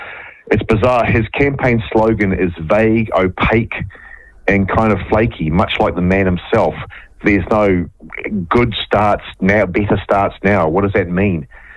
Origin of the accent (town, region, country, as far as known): Cambridge, Waikato, New Zealand; now in Auckland, New Zealand